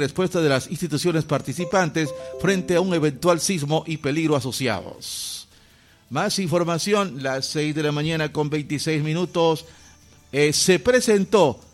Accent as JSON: {"language": "Spanish", "region": "San Martín", "country": "Peru", "said": "nosotros somos de San Martín"}